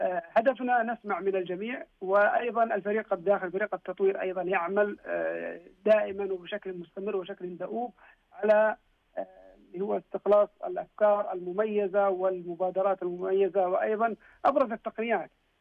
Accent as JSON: {"language": "Arabic", "country": "Saudi Arabia", "said": "شرفنا الله إحنا كسعوديين أن نكون خداما للحرم"}